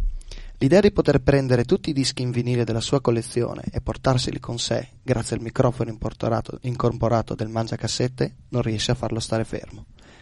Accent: Friuli-Venezia Giulia, Italy

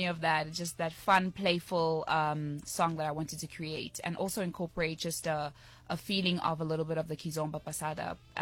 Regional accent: South Africa; There's a lot of different sounds because I was born here and I grew up in South Africa.

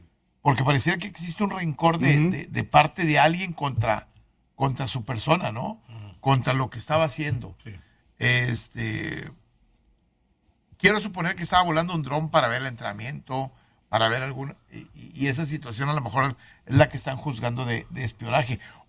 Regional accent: Mexico; pues soy mexicano.

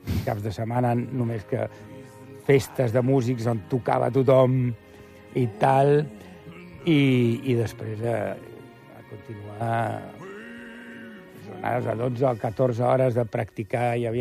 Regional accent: Valencia, Valencian Community, Spain; also born or lived in Boston; I com que jo sempre havia cantat en francès, des de petit, a València o francès, sabia tota la chanson.

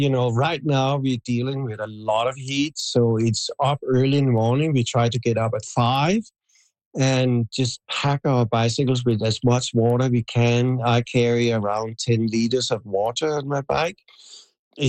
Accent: Denmark; also born or lived in Halifax, Canada; now in Blandford, Canada; I grew up in Denmark.

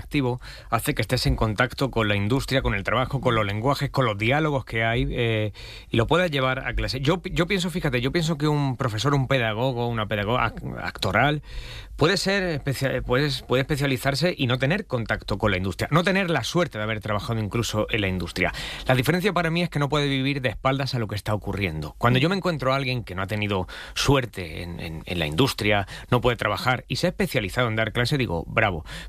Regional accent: Granada, Andalusia, Spain; Yo soy granadino, claro.

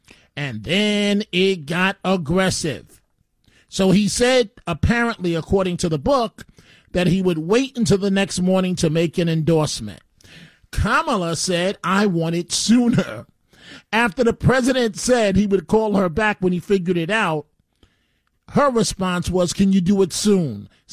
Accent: New York, United States; And I consider myself a New Yorker, okay? I live in Rockland County, but I'm a New Yorker.

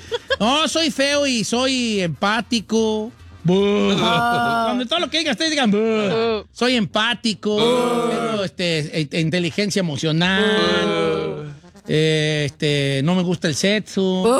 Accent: Michoacán, Mexico

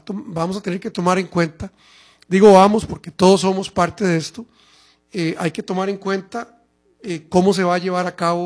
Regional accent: San José, Costa Rica; yo soy de Montes de Oca, San José, ¿verdad? Hace 30 años más o menos llegué a la municipalidad de San Pedro yo.

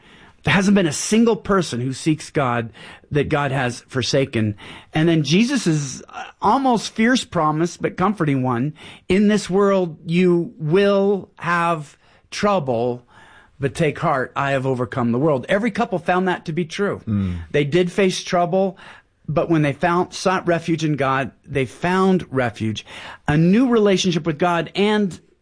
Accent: Pacific Northwest, United States

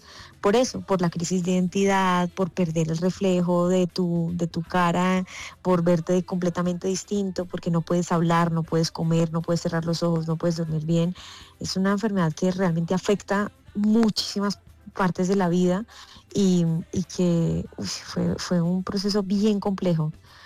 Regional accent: Caribbean coast, Colombia; Yo soy costeña

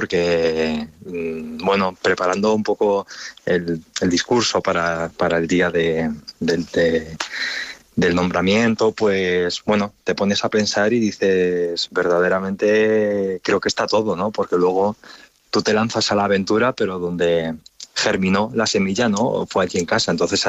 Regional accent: Valdepeñas, Castilla-La Mancha, Spain; moved away as an adult; now in Madrid, Spain; yo me fui ahora, justo este septiembre, ahora 20 años que me fui de Valdepeñas a Madrid a estudiar

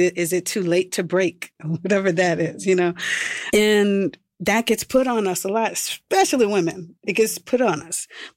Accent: New Orleans, Louisiana, United States; And so I am from New Orleans, and I grew up, like, on the scene playing

